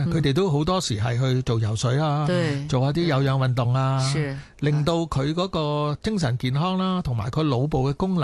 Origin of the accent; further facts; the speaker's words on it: China; 就系话佢哋我哋讲紧我哋中国人吓，我哋国民嗰个体质要求系点？